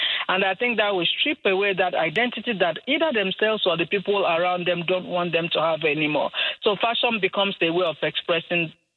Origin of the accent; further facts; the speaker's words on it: Enugu State, Nigeria; I'm an African. I'm a Nigerian from a province called Enugu State in Nigeria.